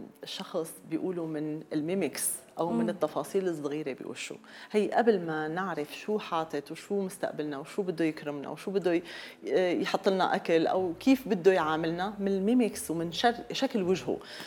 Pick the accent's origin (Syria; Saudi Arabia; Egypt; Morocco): Syria; يرجع يبرمج حاله على أسلوب حديثنا كسوريين. نحن بننطلق كتير، بنحكي بصوت عالي، منتدخل مع بعضنا بالحديث